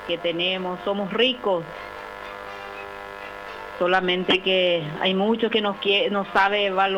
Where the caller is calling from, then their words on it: Cambyretá, Itapúa, Paraguay; soy de Itapúa, distrito de Cambureta. En Cambureta estoy viviendo.